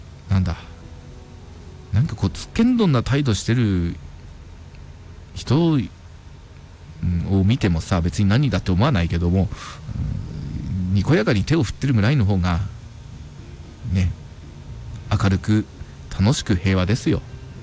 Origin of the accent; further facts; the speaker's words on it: Miyako, Iwate, Japan; ちなみに私は宮古の山口小学校出身なのですが、当時宮園団地から毎朝バスに乗って通学してくる同級生たちが、なんだか都会の特別な人たちに見えてちょっと羨ましかったのを覚えています。